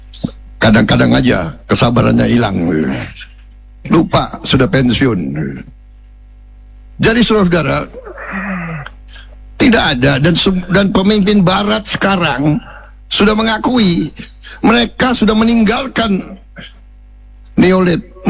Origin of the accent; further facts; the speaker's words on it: Jakarta, Indonesia; born there; Bahasa Betawi. Memang saya lahir di Betawi. Jadi maaf kalau saya semangat, saya kata-kata Betawi keluar.